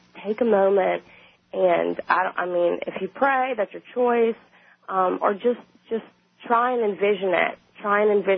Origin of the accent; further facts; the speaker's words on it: New Orleans, Louisiana, United States; because we're all from New Orleans, and it's not really sinking in completely